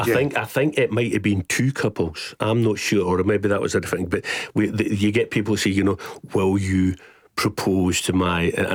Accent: Edinburgh, Scotland, United Kingdom; I said, I'm from Edinburgh

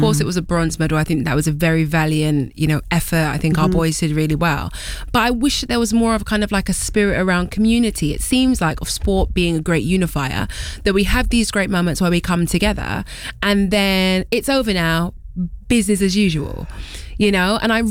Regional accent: London, United Kingdom; So I'm a Hackneyite.

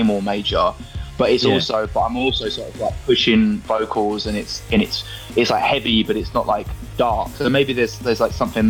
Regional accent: United Kingdom; accent: British; my accent comes out without me trying to. So I can understand the sort of, like, British-ness in there.

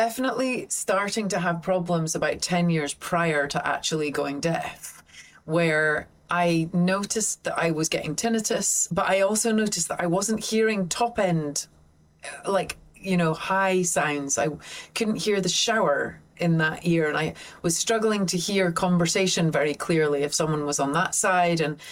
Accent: St Andrews, Scotland, United Kingdom; we grew up in St Andrews, it was only 10,000-11,000 people in town when we grew up. It was just a small place.

